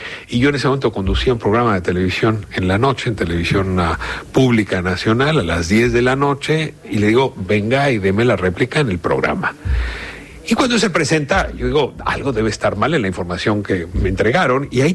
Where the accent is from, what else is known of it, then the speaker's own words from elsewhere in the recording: Mexico; con un libro que se publicó el año pasado en mi país, en México